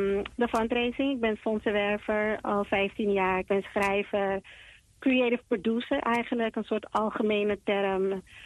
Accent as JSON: {"language": "Dutch", "town": "Amsterdam", "region": "North Holland", "country": "Netherlands", "tie": "born or raised there", "also_born_or_lived": "United States / London", "said": "Dat is vaak de Curaçaose, Arubaanse en Surinaamse driehoek voor ons, maar tegelijkertijd geboren en getogen in Amsterdam, naar school gegaan in Amerika en in Londen. Dus breed Caribische gemeenschap als jeugd gehad waarin ik ben opgegroeid."}